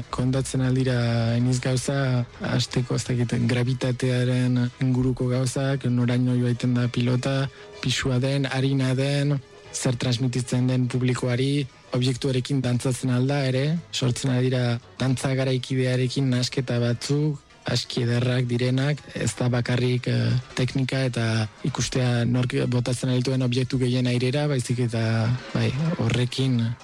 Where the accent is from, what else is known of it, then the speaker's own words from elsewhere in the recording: Vitoria-Gasteiz, Basque Country, Spain; unibertsitate garaia bukatu eta berriz sorterrira itzuli nintzen, Gasteizera